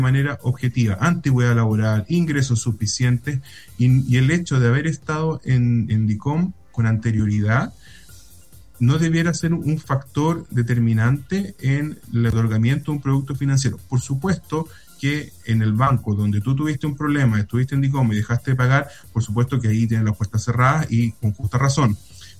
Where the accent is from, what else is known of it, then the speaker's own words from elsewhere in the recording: Viña del Mar, Valparaíso, Chile; also born or lived in Villa Alemana; nosotros partimos en la quinta región, nosotros somos de Viña. Bueno, yo precisamente tengo mi corazón dividido entre Villa Alemana y Viña del Mar. Estudié en Valparaíso